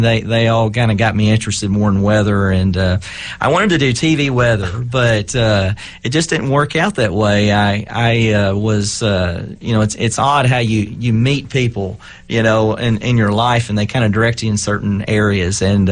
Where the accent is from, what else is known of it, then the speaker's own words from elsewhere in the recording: Henderson County, Kentucky, United States; So I grew up in Henderson County and really was interested in weather.